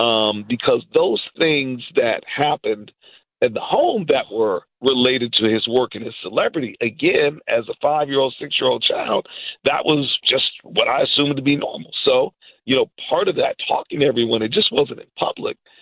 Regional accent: Plymouth, Massachusetts, United States; also born or lived in Chicago, United States; most of us were born in Chicago, and being the youngest, it was about a month after I was born that we moved all the way from Chicago, Illinois, you know, the city with the largest numbers-wise black population in the country, to Plymouth, Massachusetts.

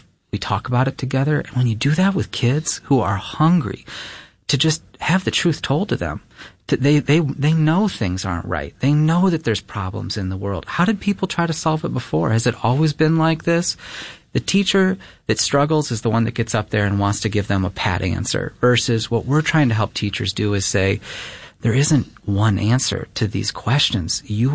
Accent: Webster, New York, United States; in my school growing up in Webster, I didn't learn any local civil rights history. I didn't learn that slavery happened in New York State.

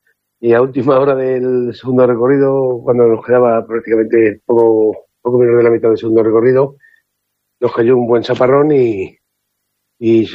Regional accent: Ávila, Castile and León, Spain; defenderle en mi tierra

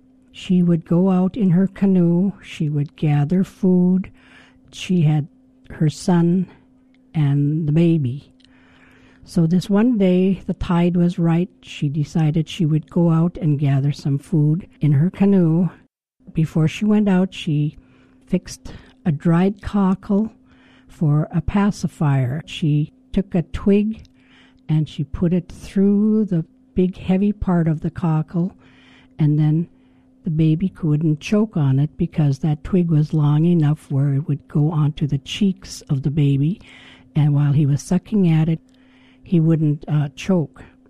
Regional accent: Metlakatla, Alaska, United States; I was born and raised in Metlakatla, Alaska. I am a full-blood Tsimshian.

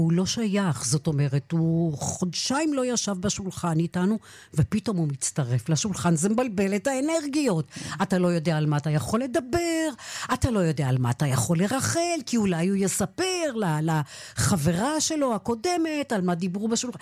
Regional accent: Northern District, Israel; אני גדלתי בקיבוץ, בקיבוץ אפיקים

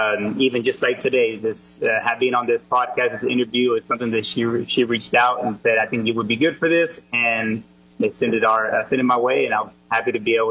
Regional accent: Fort Worth, Texas, United States; At the age of two, we moved to Texas, and I was raised there in Fort Worth.

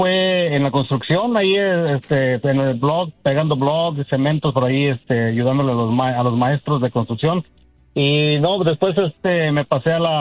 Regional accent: Ahualulco, San Luis Potosí, Mexico; now in Dallas area, United States; yo soy de un pueblito de San Luis Potosí que se llama Agualulco, San Luis Potosí.

